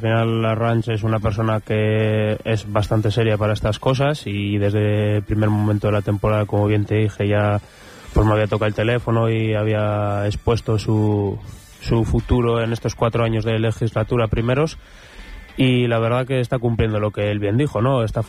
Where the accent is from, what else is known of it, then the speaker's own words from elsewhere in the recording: Castro Urdiales, Cantabria, Spain; Aunque no seamos todos canteranos por circunstancias de equipos, pero bueno, somos todos de Castro principalmente.